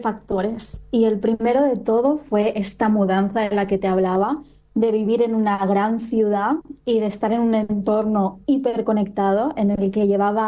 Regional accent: Barcelona, Catalonia, Spain; born there; now in Fuerteventura, Spain; De hecho, yo nací en Barcelona, y hace 5 años me mudé a Fuerteventura. Ahora estoy residiendo en Fuerteventura y soy una gran enamorada del lugar

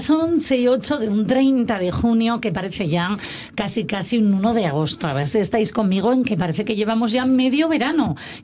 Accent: Asturias, Spain; also born or lived in Madrid; una vez que he vuelto a mi tierra, Asturias, llevo 4 años, ¿no?

